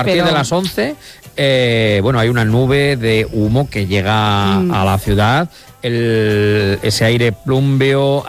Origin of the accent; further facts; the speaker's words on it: Castilla-La Mancha, Spain; born there; Somos, decía … que nació en el Mediterráneo, pues nosotros nacimos en La Mancha, claro.